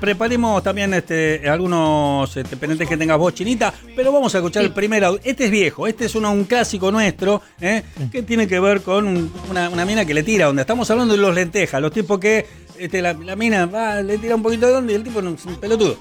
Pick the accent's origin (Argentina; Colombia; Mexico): Argentina; Lomas de Zamora, Buenos Aires Province; mi querida Loma de Zamora.